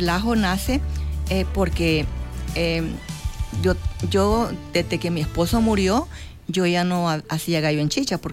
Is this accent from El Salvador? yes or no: yes; Chalchuapa, Santa Ana, El Salvador; Yo nací en Chalchuapa.